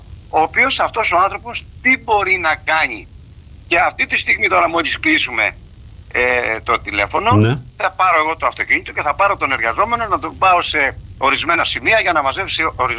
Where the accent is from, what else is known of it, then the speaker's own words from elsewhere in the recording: Zakynthos, Ionian Islands, Greece; Είμαι Ζακυνθινός, είμαι πολίτης